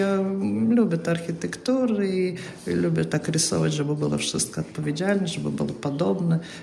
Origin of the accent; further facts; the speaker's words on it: Riga, Latvia; Polish is a second language; Dzień dobry, jestem z Rygi, zawsze mieszkałam w Rygi, albo bardzo lubię Polskę, jadę tam coś rysować